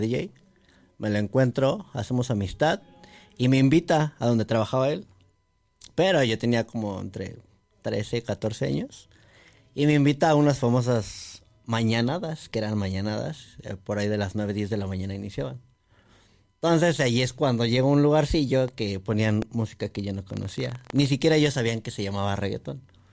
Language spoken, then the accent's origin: Spanish; Ciudad Nezahualcóyotl, State of Mexico, Mexico; Nesa está exportando mucho producto, mucho chavo talentoso. Soy de Ciudad Nesa. Yo llevo entre 18 y 20 años en el medio.